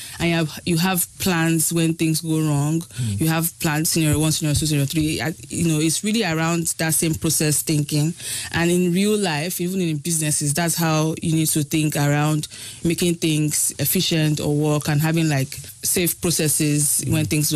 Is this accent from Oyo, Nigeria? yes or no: yes; Ibadan, Oyo, Nigeria; also born or lived in Lagos / Enugu; So I was born in Lagos, but my parents, so they moved first from Lagos to Enugu. So my first school was in Enugu before we then moved to Ibadan. It was a chilled, calm, you know, city, Ibadan.